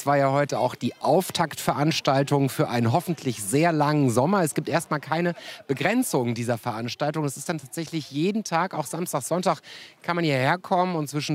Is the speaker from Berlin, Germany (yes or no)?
no; Cologne, North Rhine-Westphalia, Germany; komme ja aus Köln.